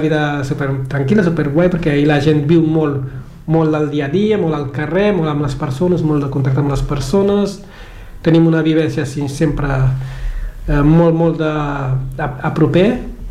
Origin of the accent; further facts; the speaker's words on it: Mindelo, São Vicente, Cape Verde; moved away as an adult; now in Catalonia, Spain; Jo sóc de Sant Vicente, l'illa